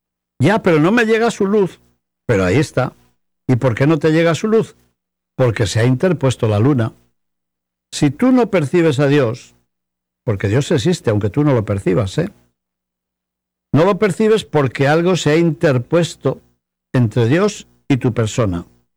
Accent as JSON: {"language": "Spanish", "country": "Spain", "said": "Hace pocos días, en mi tierra, en España, en el noroeste de España sobre todo, nuestros ciudadanos han tenido ocasión de presenciar un eclipse de sol."}